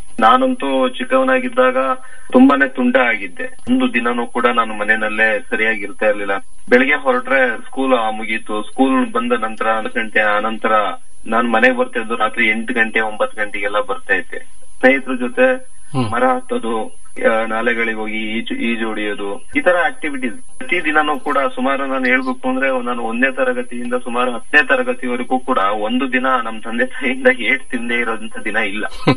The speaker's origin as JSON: {"language": "Kannada", "town": "Hosanagara", "region": "Karnataka", "country": "India", "tie": "born or raised there", "said": "ನಮ್ಮ ಊರು ಹೊಸನಗರ ಅಂತ ಹೇಳಿ ಹಾಸನ ಜಿಲ್ಲೆ ಅರಕಲಗೋಡು ತಾಲೂಕು ಸೇರಿರ್ತಕ್ಕಂತ ಒಂದು ಪುಟ್ಟ ಗ್ರಾಮ ಹೊಸನಗರ ಅಂತ ಹೇಳಿ."}